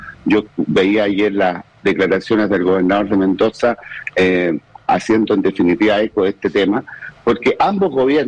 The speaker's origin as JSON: {"language": "Spanish", "region": "Valparaíso", "country": "Chile", "tie": "born or raised there", "said": "Ah, y obviamente los que nacimos acá en los Andes, yo nací en los Andes hace muchos años, muchos más años que tú, crecimos en los años 70, 80"}